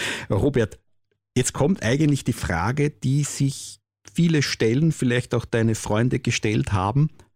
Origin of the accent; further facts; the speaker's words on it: Austria; Die Buchteln sind Buchteln, wie man sie heute kennt bei uns in Österreich.